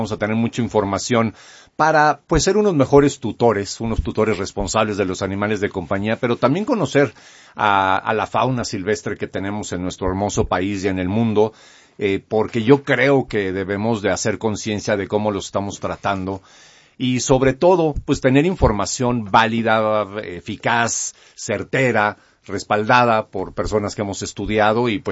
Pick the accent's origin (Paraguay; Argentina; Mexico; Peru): Mexico